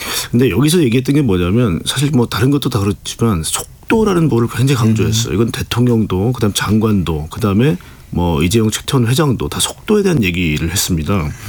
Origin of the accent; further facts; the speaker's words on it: Seoul, South Korea; 서울 사람이라서 그런지 몰라 지역감정이 별로 없습니다.